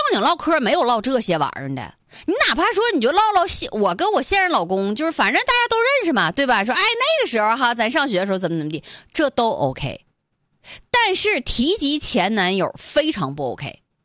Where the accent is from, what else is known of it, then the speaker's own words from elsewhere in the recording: Northeast China, China; accent: Northeastern dialect; 这个俺们东北话真的